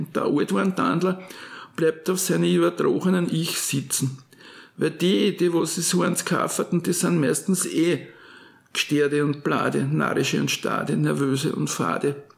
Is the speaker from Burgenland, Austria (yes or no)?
yes; Burgenland, Austria; Und ich bin im Burgenland aufgewachsen, also ich habe damals einen ganz anderen Dialekt geredet als heute, ja?